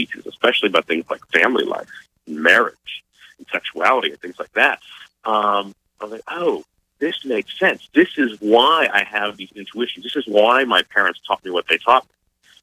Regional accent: Pittsburgh, Pennsylvania, United States; moved away as an adult; have come back to my hometown of Pittsburgh

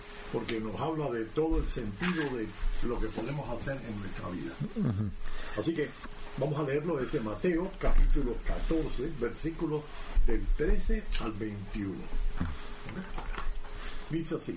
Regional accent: Cuba; moved away; No, en Cuba ya una vez que salí de Cuba...

